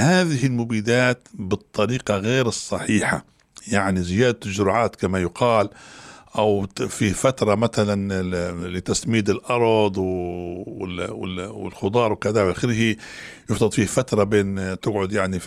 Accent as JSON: {"language": "Arabic", "country": "Libya", "said": "وأنتم نعرفوا وإحنا كنا كليبيين نعرفوا استنزاف الأرض"}